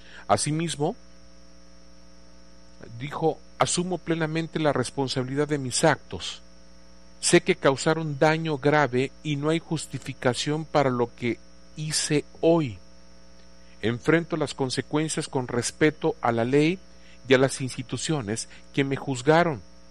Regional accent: Mexico; Soy ciudadano mexicano. Reconozco que mi país también tiene un interés legítimo en que personas como yo enfrenten las consecuencias de sus actos bajo sus propias instituciones.

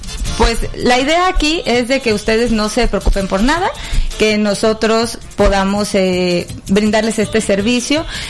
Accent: Morelos, Mexico

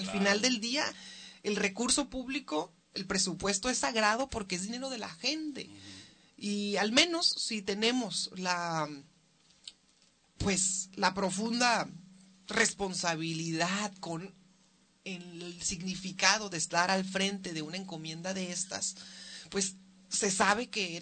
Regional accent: Mexicali, Baja California, Mexico; es una mujer orgullosamente mexicalense, cachanilla, 100%. Soy puro cachanilla, lo digo sin pretensión. Soy de Baja California, norteña de corazón, 100% además cimarrona. Crecí, estudié aquí, estudié Derecho en la Universidad Autónoma de Baja California

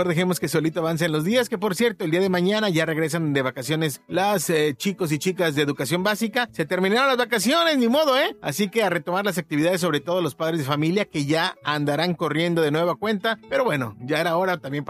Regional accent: Mexico

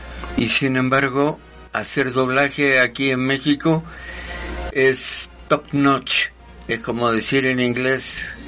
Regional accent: Argentina; born there; O sea que nací en la Argentina

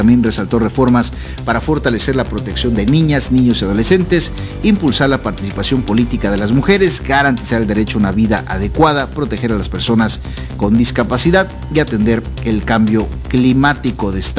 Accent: Mexico

